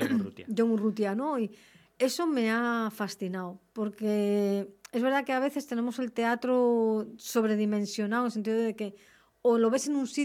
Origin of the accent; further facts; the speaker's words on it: Madrid, Community of Madrid, Spain; Que a veces los que venimos a veces de Madrid tenemos esa visión que parece que si las cosas nos pasan por Madrid no suceden, ¿no?